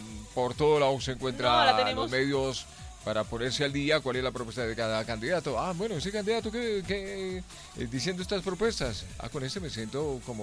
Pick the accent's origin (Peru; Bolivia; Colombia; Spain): Colombia; pues que sea lo mejor para cada uno de nosotros, ¿sabes? Como colombianos.